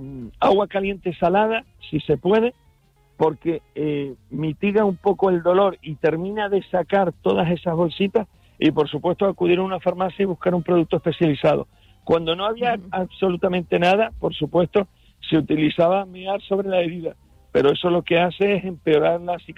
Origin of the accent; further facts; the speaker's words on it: El Hierro, Canary Islands, Spain; yo que voy a decir que soy del Hierro